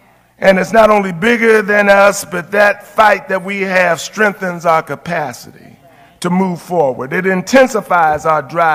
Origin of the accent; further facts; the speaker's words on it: Oakland, California, United States; I'm from Oakland, so we go back that far